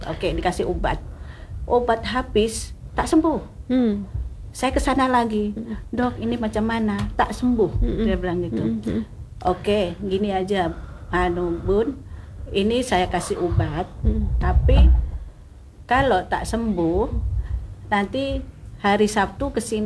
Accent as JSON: {"language": "Indonesian", "town": "Tanjung Pinang", "region": "Riau Islands", "country": "Indonesia", "said": "saya orang Pinang"}